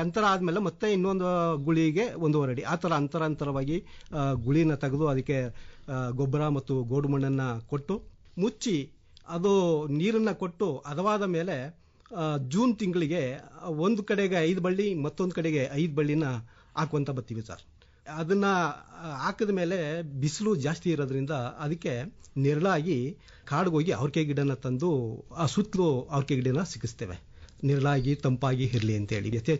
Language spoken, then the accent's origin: Kannada; Udbur, Karnataka, India; ನಾನು ಮೂಲತಃ ಉದ್ಬೂರೇ, ಉದ್ಬೂರ ನಿವಾಸಿಯಾಗಿದ್ದೇನೆ. ನಾನು ಒಬ್ಬ ಸಮಗ್ರ ಕೃಷಿ ರೈತ